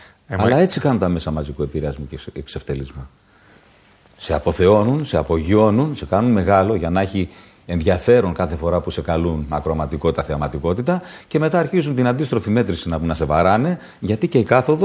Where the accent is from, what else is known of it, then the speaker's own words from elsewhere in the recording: Greece; moved away; Εγώ, ο ίδιος μετανάστης